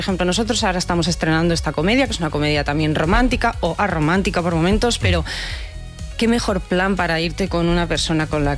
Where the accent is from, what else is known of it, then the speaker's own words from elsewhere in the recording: Santander, Cantabria, Spain; porque yo soy de Santander, y en Santander habían cerrado muchísimas salas y ahora van a abrir